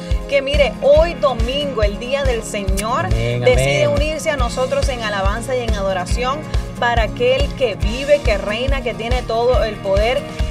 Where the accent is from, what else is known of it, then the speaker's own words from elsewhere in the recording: Puerto Rico; now in Minnesota, United States; Nosotros somos orgullosamente de Puerto Rico, vivimos en Minnesota